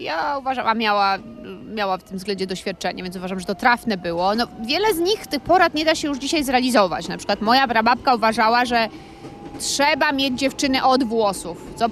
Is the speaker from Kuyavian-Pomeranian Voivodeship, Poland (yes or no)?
no; Warsaw, Masovian Voivodeship, Poland; born there; Tak, urodziłam się w Warszawie, mieszkam w Warszawie